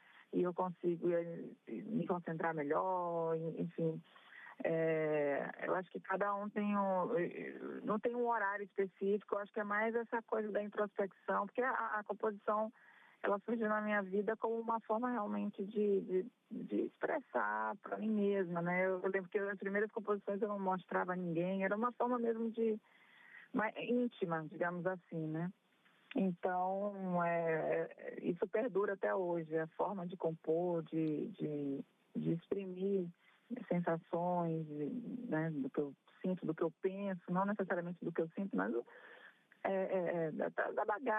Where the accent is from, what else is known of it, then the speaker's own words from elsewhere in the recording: São Luís, Maranhão, Brazil; moved away as an adult; also born or lived in São Paulo; eu nunca tinha saído de São Luís, eu saí de São Luís com 19 anos, né, para morar em São Paulo